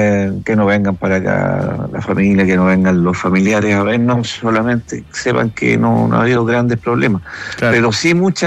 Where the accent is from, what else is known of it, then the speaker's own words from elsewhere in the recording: Panguipulli, Los Ríos, Chile; excepto cuando era niño, porque yo crecí en Panguipulli, gran abrazo, bueno, y un cariño a Panguipulli, en el sector de Ancacumoe, que es un sector bien rural